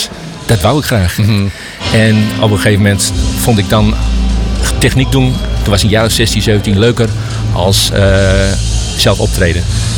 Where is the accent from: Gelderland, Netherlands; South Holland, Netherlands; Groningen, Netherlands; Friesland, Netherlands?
Groningen, Netherlands; Maar als Groninger vond ik toch dat ik ze kon claimen.